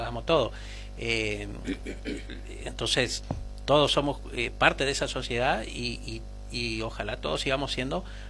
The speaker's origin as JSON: {"language": "Spanish", "country": "Argentina"}